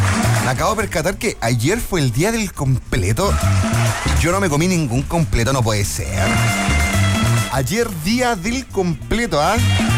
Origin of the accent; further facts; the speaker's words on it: Chile; nosotros acá los chilenos, como buen chileno